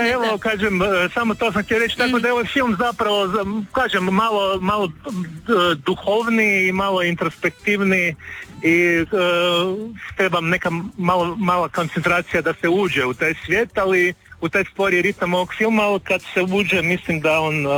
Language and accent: Croatian; Zagreb, City of Zagreb, Croatia; Ja sam iz Zagreba, pa znam koliko sam na Sljemenu više ljudi doživljavao.